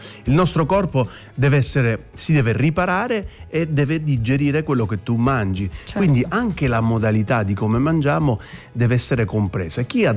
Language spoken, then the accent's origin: Italian; Sicily, Italy; Io sono siciliano